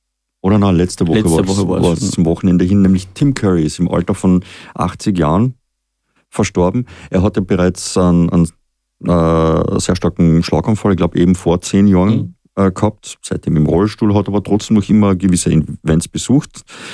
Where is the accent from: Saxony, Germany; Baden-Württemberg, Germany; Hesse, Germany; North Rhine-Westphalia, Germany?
Hesse, Germany; Frankfurt; Aber eben Rocky Horror Show, Picture Show, natürlich als Frankfurter